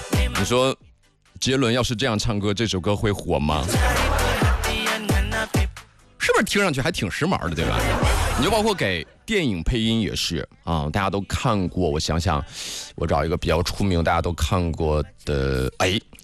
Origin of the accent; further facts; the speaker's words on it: Nangong, Hebei, China; 我老家是南宫的，我俩呢都用自己家乡的方言唱过歌。